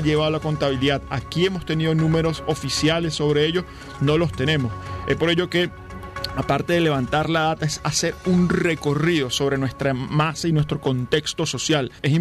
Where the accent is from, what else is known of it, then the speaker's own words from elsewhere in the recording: Venezuela; para nosotros como venezolanos